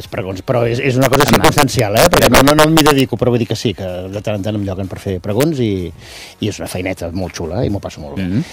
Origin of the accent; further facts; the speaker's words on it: Llançà, Catalonia, Spain; Jo seré un tòpic Costa Brava, sempre, jo soc de Llançà, no?, i Figueres